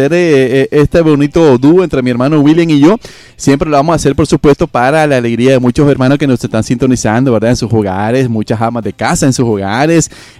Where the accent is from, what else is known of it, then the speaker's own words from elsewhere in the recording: Nicaragua; ¿Cómo somos los nicaragüenses, los seres humanos?